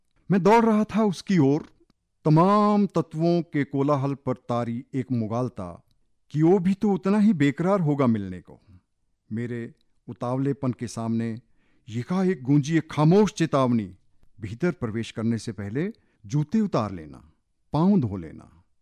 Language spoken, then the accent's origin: Hindi; Solan, Himachal Pradesh, India; कार्यक्रम था हमारे शहर में, मैं सोलन से हूँ बेसिकली